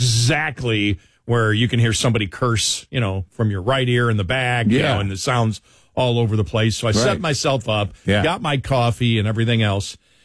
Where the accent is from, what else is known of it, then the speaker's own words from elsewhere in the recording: Buffalo, New York, United States; I'm from Buffalo, so I never trust any of my teams going to do good.